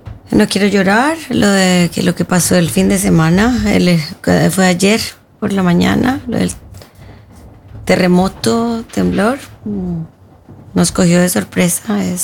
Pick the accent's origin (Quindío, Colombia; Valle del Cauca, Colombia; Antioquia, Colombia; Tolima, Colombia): Antioquia, Colombia; Medellín; now in Oslo, Norway; yo soy de Medellín, o sea, me crié en Medellín